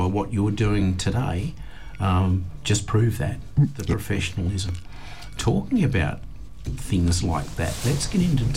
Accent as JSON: {"language": "English", "town": "Palmyra", "region": "Western Australia", "country": "Australia", "tie": "born or raised there", "said": "I grew up in Palmyra"}